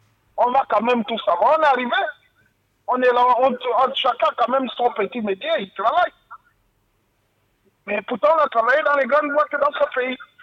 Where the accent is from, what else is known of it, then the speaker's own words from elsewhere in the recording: Gabon; même si nous, on ne veut pas nous dire en tant que Gabonais, combien régénèrent les richesses du pays